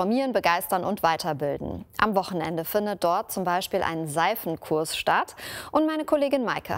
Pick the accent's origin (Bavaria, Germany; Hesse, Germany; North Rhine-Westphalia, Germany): Hesse, Germany; Das Mein Apple House am Lorberg in Frankfurt, das hat eine wunderbare Mission, die ich als Hesse nur begrüßen kann.